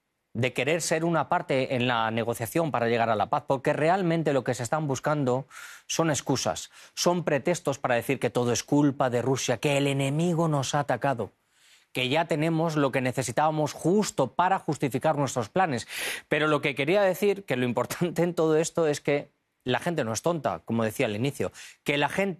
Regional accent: Spain; Se lo digo como europeo, como español

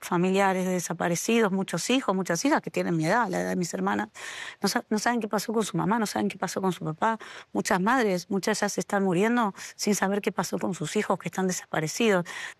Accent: Argentina

